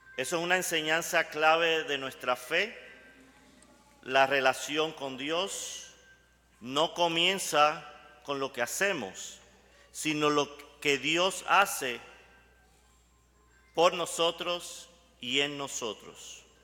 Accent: Camagüey, Cuba; also born or lived in Maryland / Washington D.C. / Colorado; now in United States; soy originalmente de Camagüey, llegué a Estados Unidos en el 2003, he vivido en diferentes lugares en Estados Unidos, en Maryland, en Washington D.C. y actualmente en Colorado.

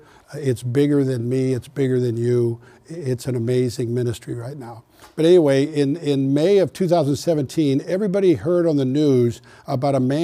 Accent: Kansas City, United States; I'm from Kansas City

